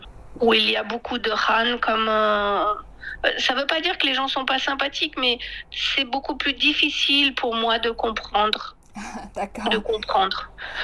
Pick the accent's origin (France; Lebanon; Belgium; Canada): France; now in China; Pourtant, je suis pas du tout américaine, je suis française, mais bon, pour eux, ça veut dire étranger, quoi.